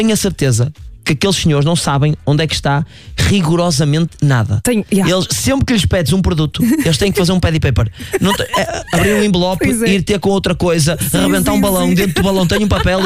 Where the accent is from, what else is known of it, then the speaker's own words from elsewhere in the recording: Trofa, Norte, Portugal; eu sou da Trofa. Eu disse: vim da Trofa.